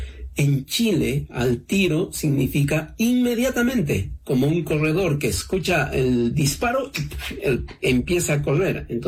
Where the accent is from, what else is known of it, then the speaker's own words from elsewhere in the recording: Cusco, Peru; moved away; Yo soy de Cusco